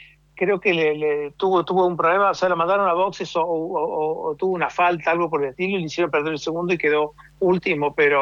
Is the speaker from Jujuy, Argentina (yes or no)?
no; Buenos Aires, Argentina; no nos quedamos siempre en Buenos Aires porque somos de Buenos Aires originalmente.